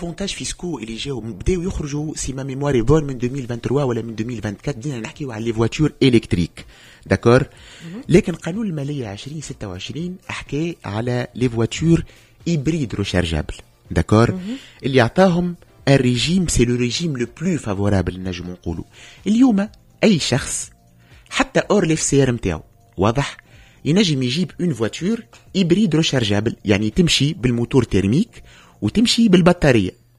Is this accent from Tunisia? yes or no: yes; Tunisia; عندنا في تونس